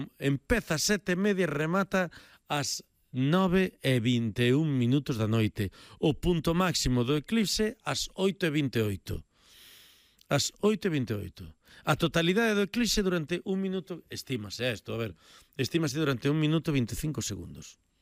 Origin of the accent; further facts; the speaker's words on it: Xunqueira, Galicia, Spain; Sabes como vou celebrar a festa Xunqueira, as festas patronales do meu pobo?